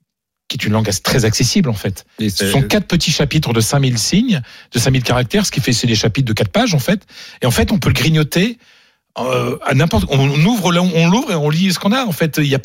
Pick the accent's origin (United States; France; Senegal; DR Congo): France; Hauts-de-France; grand-mère, c'est une ch'ti. Donc, elle parlait le patois ch'ti, ce qu'on appelle le picard, parce qu'on est du Pas-de-Calais.